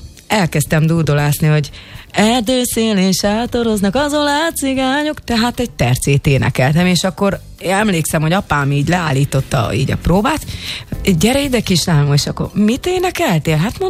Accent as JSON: {"language": "Hungarian", "region": "Borsod-Abaúj-Zemplén", "country": "Hungary", "said": "én egy borsodi kis településről származom"}